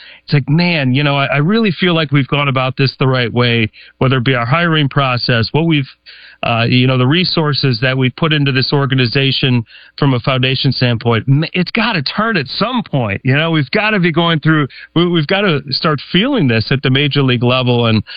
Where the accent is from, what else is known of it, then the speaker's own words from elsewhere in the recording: Detroit, Michigan, United States; I grew up in Detroit, I'm a Lions fan.